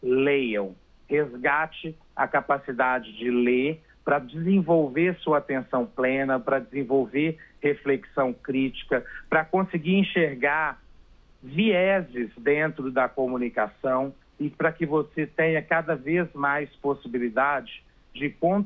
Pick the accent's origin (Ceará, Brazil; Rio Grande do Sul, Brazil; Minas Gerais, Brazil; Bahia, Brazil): Minas Gerais, Brazil; Belo Horizonte; eu estou agora aqui em São Paulo, eu sou de Belo Horizonte, né?